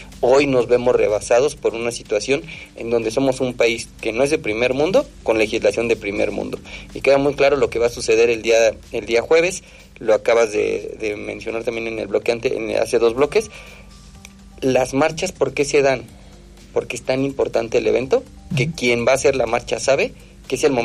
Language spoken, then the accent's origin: Spanish; Mexico; Como buenos mexicanos, al cuarto para la hora lo queremos resolver